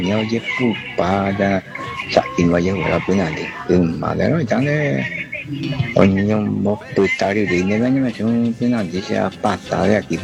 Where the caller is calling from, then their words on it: Ciudad del Este, Alto Paraná, Paraguay; yo soy en Ciudad del Este.